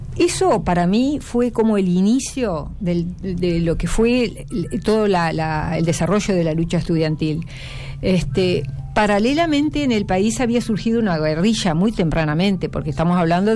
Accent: Tacuarembó, Uruguay; born there; also born or lived in Paso de los Toros; yo estudié, viví, nací en Tacuarembó, después mis padres me llevaron a vivir a Paso de los Toros, pero volví a Tacuarembó a hacer preparatorio porque Paso de los Toros en ese momento no tenía.

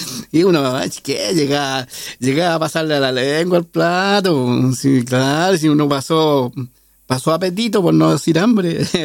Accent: Santiago Metropolitan, Chile; born or raised there

